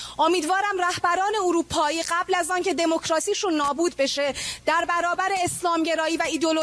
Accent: Iran; moved away as an adult; now in Germany; مادامی که در ایران علیه جمهوری اسلامی ایستادم و چشمم نابینا شد، بعد از نابینا شدن چشمم تهدید به اسید پاشی شدم از جانب جمهوری اسلامی و مجبور به ترک وطنم شد.

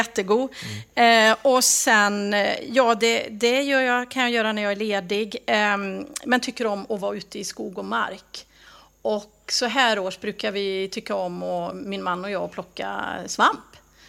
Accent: Hudene, Västra Götaland County, Sweden

